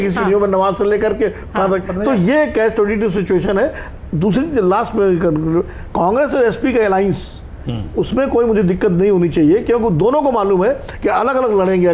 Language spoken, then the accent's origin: Hindi; Uttar Pradesh, India; born there; आप रहते हैं, हम उसी राज्य में पैदा हुए हैं। देखिए उत्तर प्रदेश की स्थिति बड़ी विचित्र है